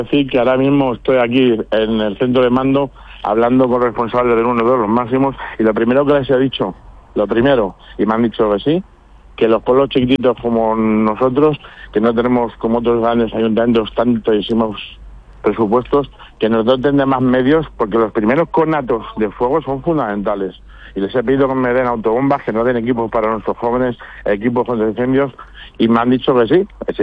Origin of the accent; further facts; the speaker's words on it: Community of Madrid, Spain; un pueblo unido y unos talegueros que damos ejemplo a toda la Comunidad de Madrid